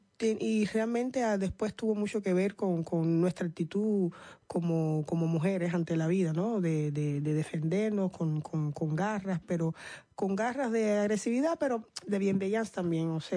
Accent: Cuba; Somos cubanas, por caribeñas, supuesto.

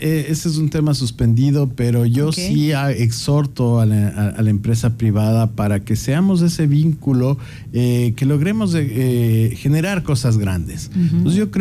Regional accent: Quito, Pichincha, Ecuador; now in Santo Domingo, Ecuador; En lo personal, yo no soy de Santo Domingo, pero creo que tengo el corazón de los más grandes de Santo Domingo. Siempre estoy aquí. Yo soy de Quito. Mi esposa es de acá.

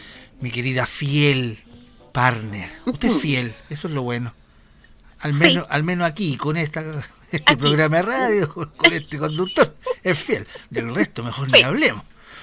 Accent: Chile; somos chilenos

